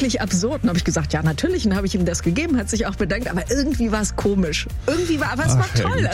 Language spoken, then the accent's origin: German; Hanover, Lower Saxony, Germany; ich komme ja aus Hannover